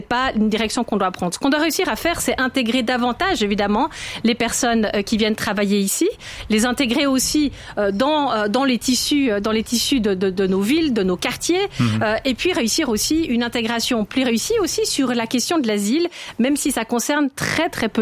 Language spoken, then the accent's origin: French; Geneva, Switzerland; je suis genevoise, ville et canton cosmopolite